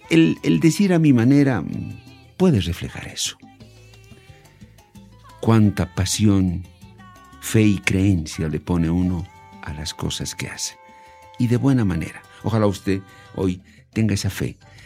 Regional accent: Bolivia

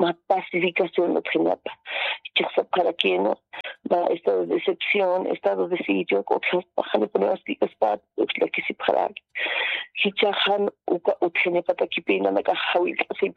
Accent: Bolivia; todos somos bolivianos

